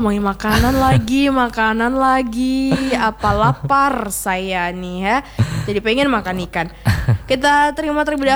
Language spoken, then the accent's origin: Indonesian; West Sulawesi, Indonesia; Kalau saya, karena saya dari Sulawesi Barat, saya bertetangga dengan Ince ya.